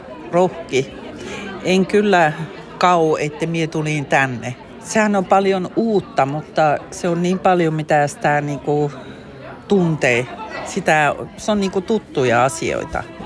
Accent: Norrbotten County, Sweden; Me just tässä puhuimme, että me olemme niin ylpeä, että me aina tuomme framille, että me olemme Tornionlaaksosta.

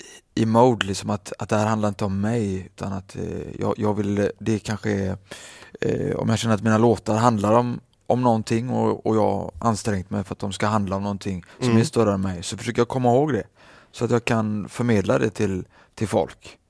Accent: Gothenburg, Västra Götaland County, Sweden; born there; Jag är född i Annedal.

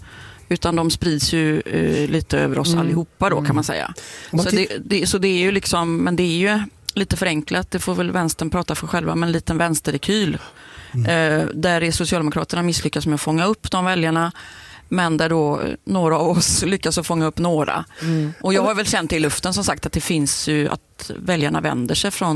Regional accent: Kungälv, Västra Götaland County, Sweden; born there; Jag är född på landsbygden i Kungälv

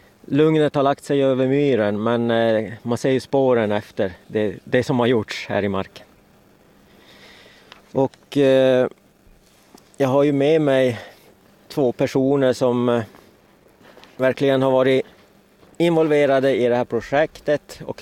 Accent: Kiruna, Norrbotten County, Sweden; mina hemtrakter som är Kiruna

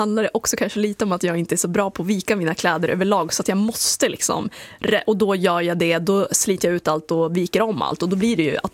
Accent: Jämtland County, Sweden; now in Västerbotten, Sweden; Liksom på Jämtland där vi kommer från.

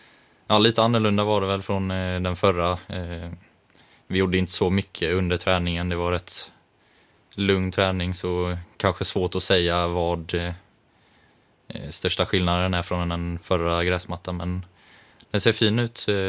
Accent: Vaggeryd, Jönköping County, Sweden; now in Kalmar, Sweden; Jag var hemma i Vaggeryd hemma hos familjen

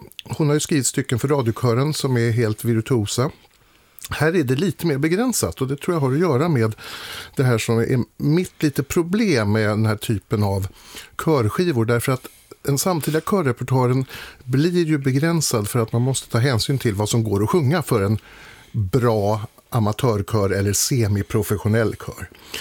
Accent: Uppland, Sweden; även vi upplänningar uppskattade också mycket

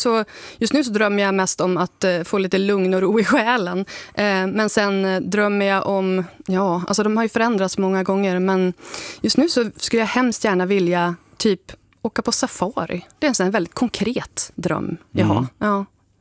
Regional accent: Sund, Västernorrland County, Sweden; Jag kände att jag blev lite, jag fastnade i att jag är från Sund, men jag bor inte i Sund, utan jag bodde i Sund / Domsjö, mycket intern liksom, politik där

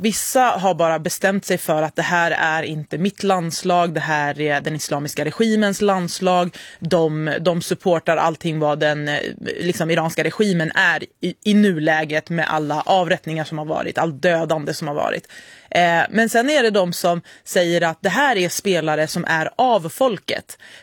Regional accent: Iran; vi som iranier är ju fullt medvetna om vilka hot som kommer ifall vi på något sätt motsätter oss det som är islamiska regimens vägar.

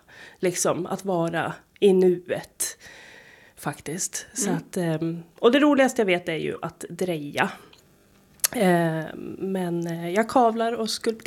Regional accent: Sala, Västmanland County, Sweden; now in Heby, Sweden; jag är ju från Sala

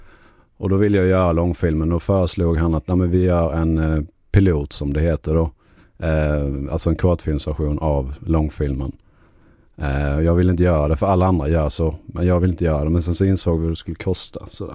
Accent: Skinnemyra, Sweden; när jag såg en rotvälta hemma i Skinnemyra.

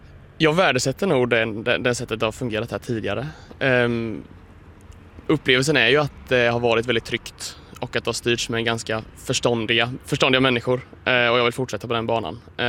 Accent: Östergötland, Sweden; moved away as an adult; jag är ju en inbiten och glad ydrebo. Jag föddes här i Hästra för nu då 27 år sedan. Har upplevt den här kommunen som barn och ung

